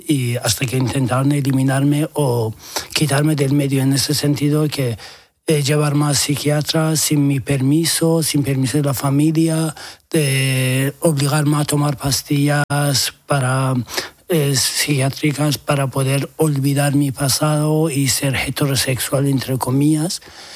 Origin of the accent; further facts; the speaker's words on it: Iran; A ver, ser homosexual en mi país no es algo que se habla ni en la educación, ni en el sistema, ni políticamente, sino está reconocido como algo malo en la sociedad